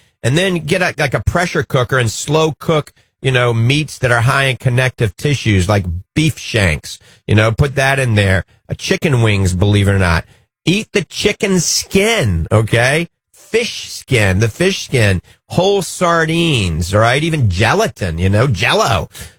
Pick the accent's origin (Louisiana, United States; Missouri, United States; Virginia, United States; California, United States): Louisiana, United States; New Orleans; accent: New Orleans; I promise, or my New Orleans accent is going to come out right now.